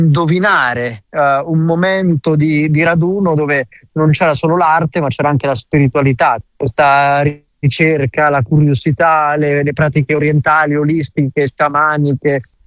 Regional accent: Umbria, Italy; Io comunque sono umbro

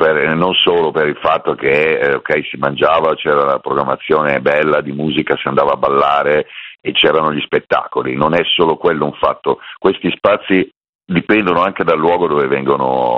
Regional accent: Milan, Lombardy, Italy; Io lo dico da milanese

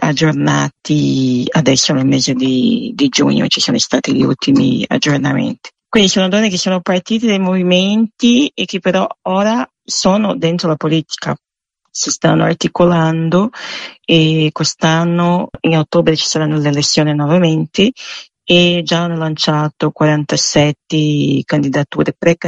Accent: Mato Grosso do Sul, Brazil; moved away; una regione da dove vengo io, che è il Mato Grosso do Sul

